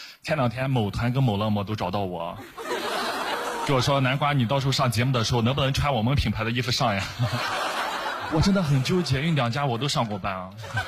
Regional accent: Shaanxi, China; moved away as an adult; also born or lived in Xi'an; now in Shanghai, China; 我是陕西人，我之前在西安那边送外卖，后来来上海了。

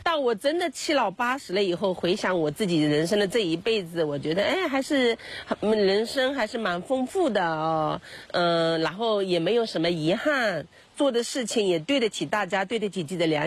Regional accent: Yiwu, Zhejiang, China; 我觉得离不开我们义乌人的底色，

